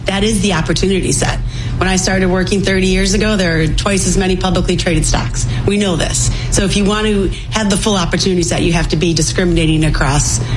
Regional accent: Chicago, Illinois, United States; I grew up really close to Wrigley Field, and I grew up on the South Side. Went to Mother Macaulay High School.

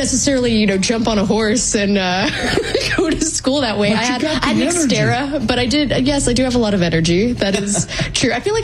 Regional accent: Corpus Christi, Texas, United States; I am from Corpus Christi.

